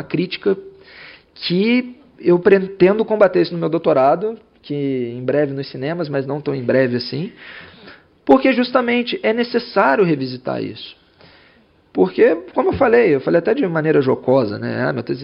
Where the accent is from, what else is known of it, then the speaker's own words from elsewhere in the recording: Niterói, Rio de Janeiro, Brazil; sou de Niterói